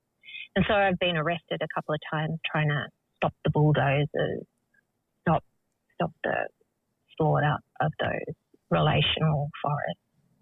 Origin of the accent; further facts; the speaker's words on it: Tasmania, Australia; born there; I was born here in Lutwyta, Tasmania, to the Palawa community. My mother's people are Yorta Yorta. I'm a Yorta Yorta woman, and old grandfather is a Jajarong.